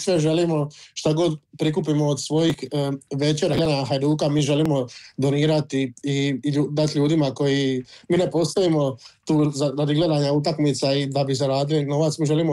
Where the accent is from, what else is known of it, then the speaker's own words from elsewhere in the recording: Croatia; now in Australia; Mogu vam reći ovako, ja koji sam došao iz Hrvatske